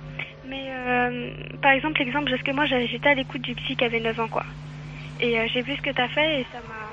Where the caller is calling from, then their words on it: Noisy-le-Sec, Île-de-France, France; 19 ans et j'habite à Noisy, Noisy-le-Sec.